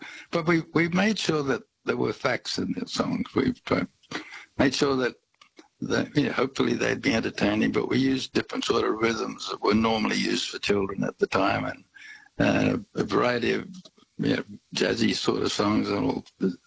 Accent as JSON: {"language": "English", "country": "Australia", "tie": "born there", "also_born_or_lived": "England", "said": "I was born in Australia, of course, but I lived overseas and worked overseas, and I started my music career with a small C in England, and then I came back"}